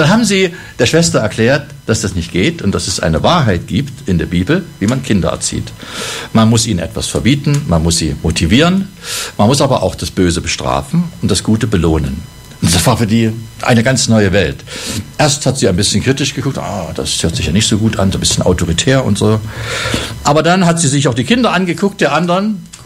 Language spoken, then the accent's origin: German; Jena, Thuringia, Germany; moved away as an adult; also born or lived in Leipzig; in meiner Nähe gibt es die Saaletalsperren, wo ich aufgewachsen bin in Jena